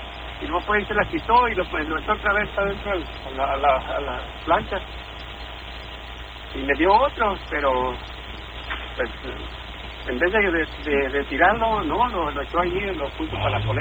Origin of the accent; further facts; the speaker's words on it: Durango, Mexico; moved away; de allá en mi pueblo, en Durango